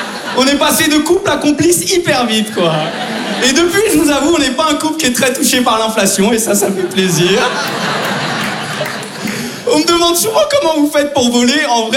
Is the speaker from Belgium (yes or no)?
yes; Brussels, Belgium; accent: Brussels